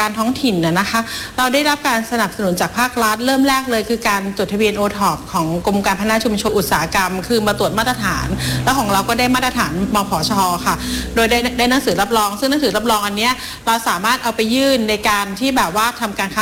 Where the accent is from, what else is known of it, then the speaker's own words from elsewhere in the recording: Phuket, Thailand; เราเป็นคนภูเก็ต